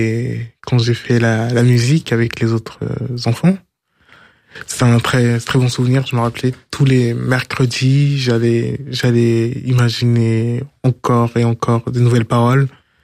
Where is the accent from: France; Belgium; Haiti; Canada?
France; Garges-lès-Gonesse, Île-de-France; also born or lived in French Guiana / Sarcelles; À Garges, je suis arrivé à 3 ans. Puis après j'ai vécu un petit peu à Sarcelles pour retourner encore à Garges.